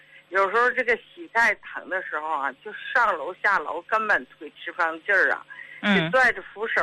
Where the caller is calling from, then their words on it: Harbin, Heilongjiang, China; 张老师啊，我家是哈尔滨的。